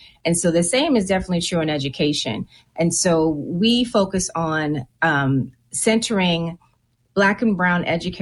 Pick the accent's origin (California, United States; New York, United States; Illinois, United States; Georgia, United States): California, United States; I grew up in California, and in the political space, I had people like Senator Diane Watson, who was the first Black senator in California